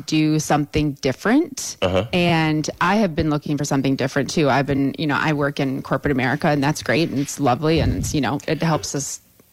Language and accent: English; Saugatuck, Michigan, United States; now in Colorado, United States; Yes, yes. I'm from Saugatuck, so I am Saugatuck born and raised.